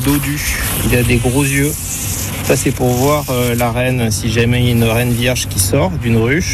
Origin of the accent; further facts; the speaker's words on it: Bordeaux, Nouvelle-Aquitaine, France; je suis originaire de Bordeaux. J'ai 45 ans